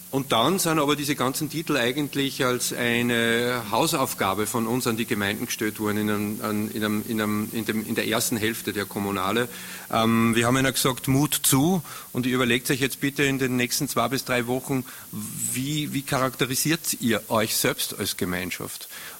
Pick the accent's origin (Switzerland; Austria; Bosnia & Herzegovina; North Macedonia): Austria; Upper Austria; wir als Oberösterreicher, das was uns ausmacht, ist das, dass wir eigentlich von Tal zu Tal hinter jenen Hügeln einen leicht anderen Dialekt haben, leicht andere Attitüde haben.